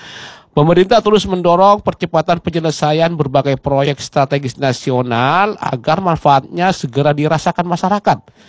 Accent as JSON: {"language": "Indonesian", "region": "East Java", "country": "Indonesia", "said": "bagi kita warga Jawa Timur"}